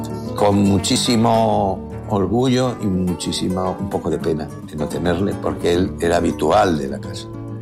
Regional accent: Galicia, Spain

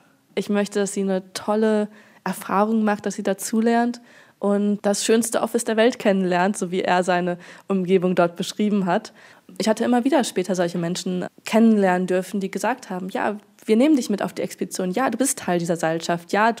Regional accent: Bielefeld, North Rhine-Westphalia, Germany; born there

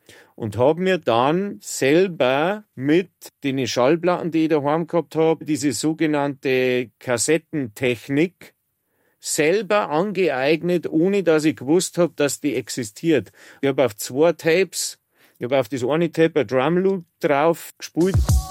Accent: Bavaria, Germany; accent: Bavarian dialect

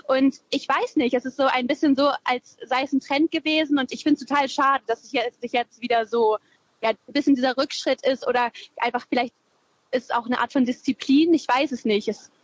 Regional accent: Lower Saxony, Germany; ich komme auch aus Niedersachsen und in meiner Familie war das einfach total prominent.

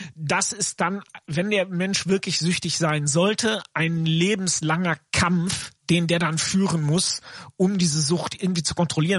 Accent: North Rhine-Westphalia, Germany; als Sauerländer

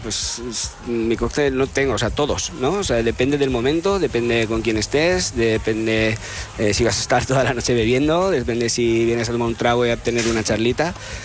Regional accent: Casar de Cáceres, Extremadura, Spain; Yo soy extremeño. Extremadura por bandera, soy del Casar de Cáceres, guiño, de la torta del Casar.

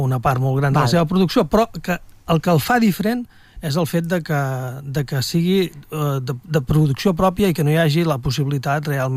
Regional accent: Catalonia, Spain; som catalans

